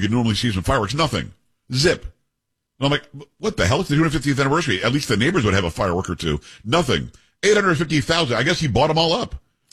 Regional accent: Florida, United States; also born or lived in Texas; And again, I lived in Texas a long time, and I grew up in Florida, so y'all, it makes sense to me.

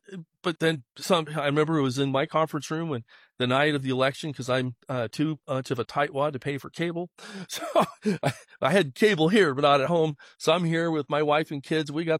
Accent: United States; I'm traveling in Australia, and so I'm the American in Australia.

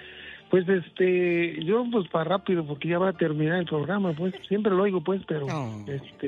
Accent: Oaxaca, Mexico; now in United States; Yo soy de Oaxaca.

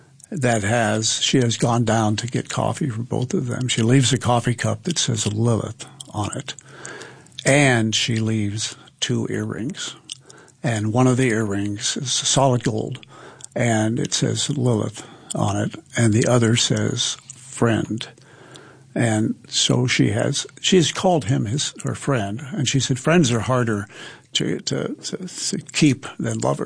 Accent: Nebraska, United States; And I grew up in Nebraska, and my relatives lived about 45 minutes from Lincoln

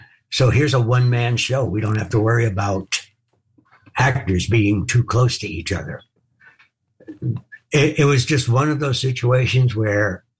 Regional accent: New York, United States; Growing up in New York, I grew up in New York.

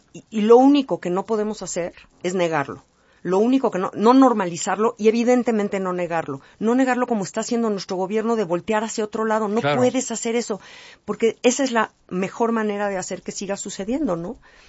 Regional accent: Mexico; Me da pena salir a la calle y decir soy mexicana

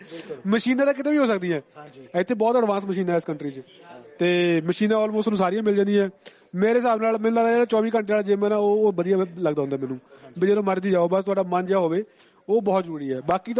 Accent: Punjab, India; ਜਦੋਂ ਮੈਂ ਛੋਟਾ ਹੁੰਦਾ ਸੀ ਨਾ ਤੇ ਸਾਡੇ ਇਲਾਕੇ 'ਚ ਇੱਕ ਸ਼ਹਿਰ ਪੈਂਦਾ ਛੋਟਾ ਜਿਹਾ ਖੰਨਾ ਟਾਊਨ ਹੈ, ਜਿਹੜੇ ਮੇਰੇ ਇਲਾਕੇ ਦੇ ਨੇ ਉਹਨਾਂ ਨੂੰ ਪਤਾ ਹੋਊਗਾ

